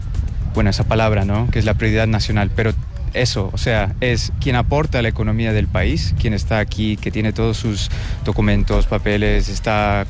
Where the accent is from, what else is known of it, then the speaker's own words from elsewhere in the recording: Germany; Spanish is a second language; Bueno, de Alemania.